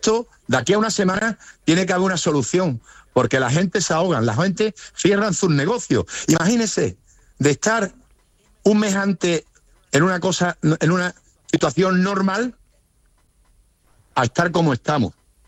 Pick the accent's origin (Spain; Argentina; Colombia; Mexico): Spain; Porque somos españoles, pero somos españoles de una calidad de primera.